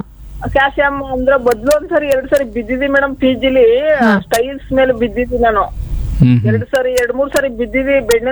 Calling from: Mysore, Karnataka, India; ಮೈಸೂರಿಂದ. ಮಾತಾಡಿ … ಅವರೇ. ನಾವು ಹಳ್ಳಿಯವರು, ಇಲ್ಲಿ ಬಾಡಿಗೆಗಿರೋದು.

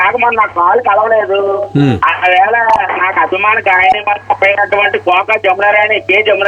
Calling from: Peddapuram, Andhra Pradesh, India; పెద్దాపురం నుంచి మాట్లాడుతున్నాను, తూర్పు గోదావరి జిల్లా అండి.

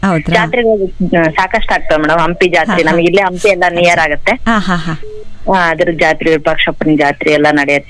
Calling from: Gangavathi, Karnataka, India; ಗಂಗಾವತಿಯಿಂದ

